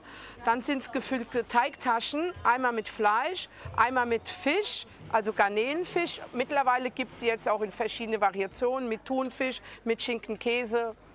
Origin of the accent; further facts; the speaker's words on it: Groß-Umstadt, Hesse, Germany; born there; Ich bin zwar Portugiesin, aber in Deutsch-Umstadt geboren